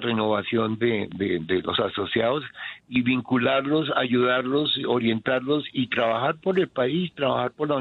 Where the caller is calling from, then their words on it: Colombia; somos todos colombianos